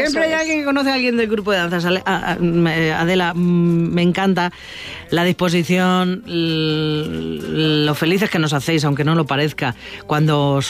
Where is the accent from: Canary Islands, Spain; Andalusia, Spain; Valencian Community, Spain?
Valencian Community, Spain; Villena; soy de Villena.